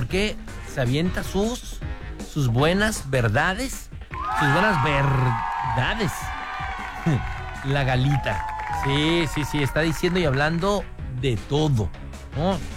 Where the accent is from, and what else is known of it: Mexico